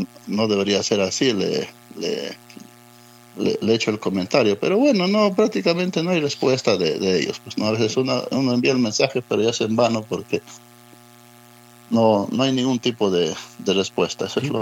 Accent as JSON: {"language": "Spanish", "town": "Villa Rica", "region": "Pasco", "country": "Peru", "said": "nuestro distrito de Villarrica"}